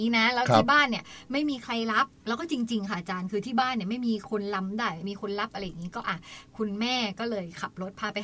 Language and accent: Thai; Nakhon Si Thammarat, Thailand; accent: Southern Thai; หนูเป็นคนจังหวัดนครศรีธรรมราช